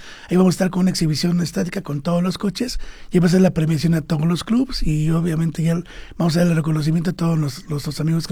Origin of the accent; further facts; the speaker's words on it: Hidalgo, Mexico; en nuestro estado de Hidalgo